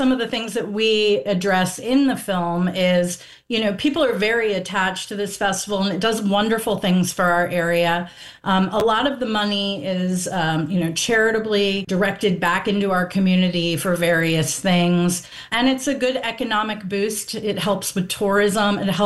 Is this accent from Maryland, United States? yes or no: yes; Maryland, United States; now in Western Maryland, United States; I am not originally from Allegheny County. I am from Maryland. But when I moved to Western Maryland, I knew very little about it.